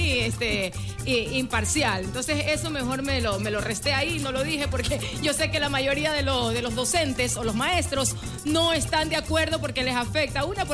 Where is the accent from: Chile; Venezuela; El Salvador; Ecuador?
Ecuador